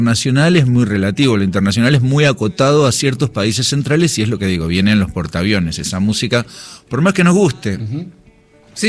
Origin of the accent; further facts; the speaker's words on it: Buenos Aires Province, Argentina; yo soy de Granburg, que es un lugar del conurbano, donde había muchas colectividades, pero una muy fuerte era la santiagueña y correntinos.